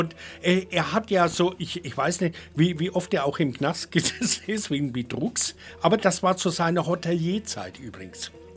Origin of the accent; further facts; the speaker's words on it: Bavaria, Germany; Das R, mein Gott, und das als Franke habe ich das R vergessen.